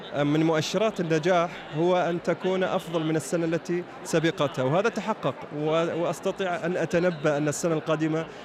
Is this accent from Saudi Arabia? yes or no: yes; Al-Ahsa, Eastern Province, Saudi Arabia; من مدينتي من الأحساء